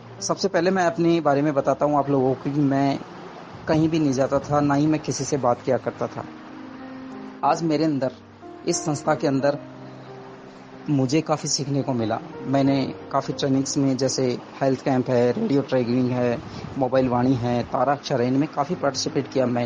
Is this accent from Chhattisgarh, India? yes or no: no; Gijgarh, Rajasthan, India; born or raised there